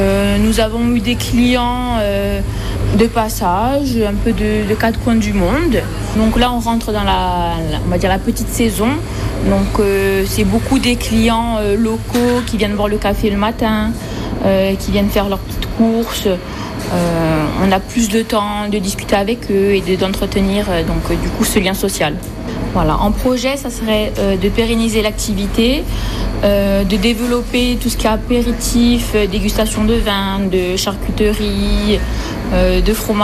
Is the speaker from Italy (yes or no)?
no; Pietracorbara, Corsica, France; moved away as an adult; now in Canari, France; À la base, je suis de Pitra Corba. Je travaille sur Bastia dans un hôtel-restaurant. Ça fait 2 ans que je suis sur Cahanary. Je me suis installée ici avec mon compagnon depuis 2 ans.